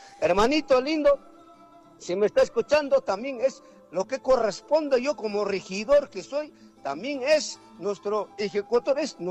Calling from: Mara district, Cotabambas province, Apurímac, Peru; mi pueblo, distrito de Mara, en la provincia de Cotabambas

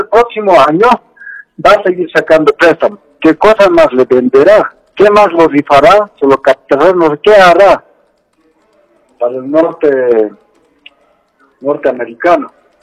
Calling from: La Paz, Bolivia; estoy llamando desde La Paz.

